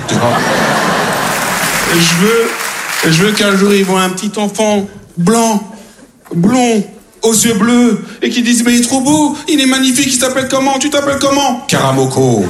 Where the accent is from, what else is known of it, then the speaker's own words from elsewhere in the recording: France; born there; Et comme je suis né en France, là-bas, tous mes cousins, ils m'appellent le blanc.